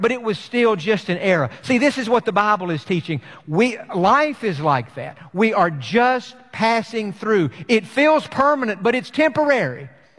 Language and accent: English; East Point, Georgia, United States; I was born in Georgia, Atlanta, Georgia. Actually, I was born in East Point, which East Point is to Atlanta what Bel Air is to Houston. It's just right there attached to it. But I'm from Georgia. All of my family is from Georgia.